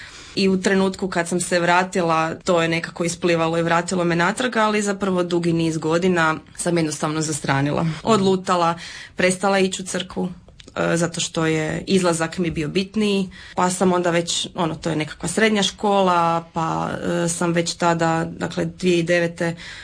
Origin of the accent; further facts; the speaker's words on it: Zagreb, City of Zagreb, Croatia; Dolazim iz Zagreba, udata sam, 34 godine